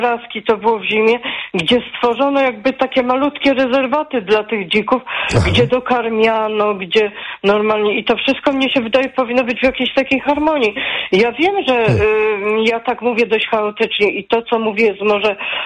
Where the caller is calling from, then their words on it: Kraków, Lesser Poland, Poland; ja jestem z Krakowa